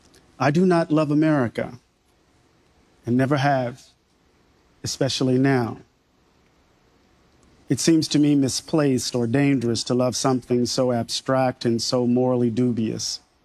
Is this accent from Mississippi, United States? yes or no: yes; Mississippi, United States; Maybe it's because I'm from Mississippi.